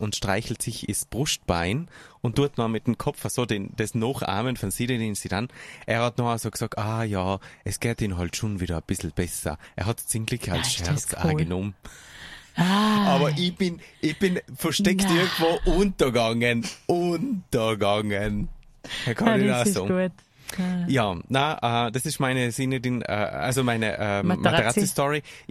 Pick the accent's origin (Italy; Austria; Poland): Italy; Trentino-Alto Adige; Also, das war ja es, in Südtirol, da wo ich her bin, da hat es auch so Fußballcamps gegeben.